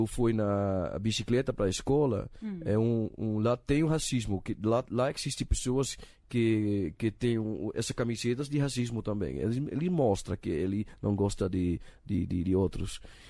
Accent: Netherlands; Portuguese is a second language; also born or lived in Brazil; Quando eu fui criado na Holanda

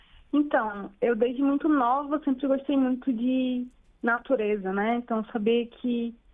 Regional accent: Manaus, Amazonas, Brazil; E eu sou daqui de Manaus, né? Eu nasci aqui em Manaus, me criei aqui em Manaus.

